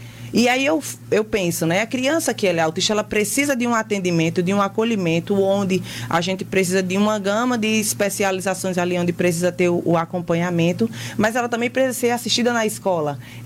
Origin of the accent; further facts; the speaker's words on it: Arapiraca, Alagoas, Brazil; eu venho de Arapiraca